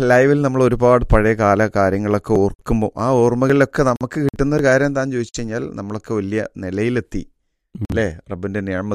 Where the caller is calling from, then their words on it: Chikkilode, Kerala, India; ചിക്കിലോട് കോഴിക്കോട്, കോഴിക്കോട് എന്നാണ്.